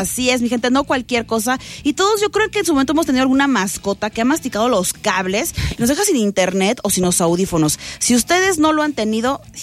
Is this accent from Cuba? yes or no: no; Mexico; Recuerden que somos mexicanos, mi gente